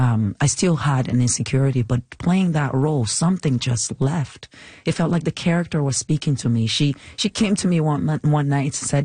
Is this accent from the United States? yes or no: no; Nigeria; accent: Nigerian; has always been trying to suppress my Nigerian-ness, my act, because they were complaining about my accent. I'm like, I can't just pick up an accent and do it.